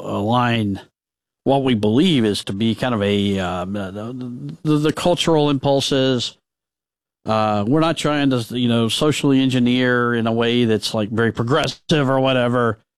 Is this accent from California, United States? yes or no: no; Alabama, United States; now in Mobile, United States; But it's always good to talk to my hometown audience, having grown up in Shelby County, and know the area really, really well down in Mobile.